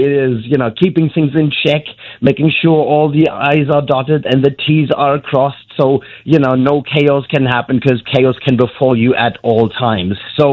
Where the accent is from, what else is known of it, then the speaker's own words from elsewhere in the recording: Germany; English is a second language; also born or lived in Spain; Well, I'm from Germany, despite … which just happens when I lived in Spain for 7 years.